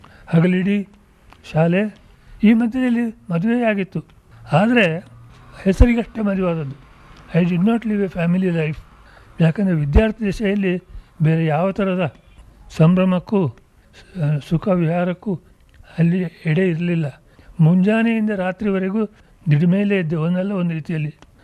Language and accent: Kannada; Udupi, Karnataka, India; moved away as an adult; also born or lived in Kattingeri, Udupi district / Mysore / Mumbai; ನಾನು ಹುಟ್ಟಿದ ಗುಡಿಸಲಿಗೆ ಮಾತ್ರ ಹೋಗಿ ಬಂದಿದ್ದೆ. ಅಲ್ಲಿ ಅದನ್ನೆಲ್ಲ ಬಿಟ್ಟು ಉಡುಪಿಗೆ ಬಂದೆವು. ಹೈಸ್ಕೂಲ್ ಶಿಕ್ಷಣ ಮುಗಿದ ನಂತರ ಮೈಸೂರಿಗೆ ಬಂದೆ.